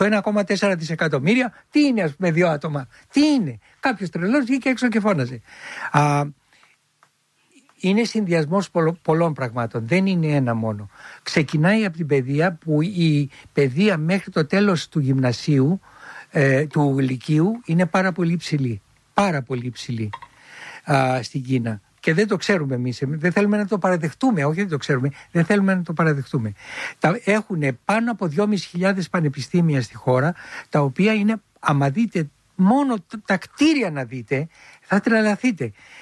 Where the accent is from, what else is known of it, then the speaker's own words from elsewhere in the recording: Filothei, Attica, Greece; Εγώ γεννήθηκα στη Φιλοθέη. Γέννημα θέμα. Γέννημα θέμα, Φιλοθέη.